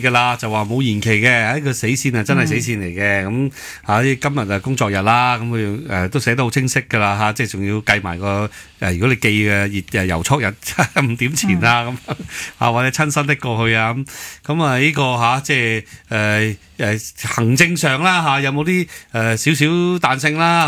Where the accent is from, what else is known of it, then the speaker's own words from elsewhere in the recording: China; 我哋中国人讲道家思想咧，就要有呢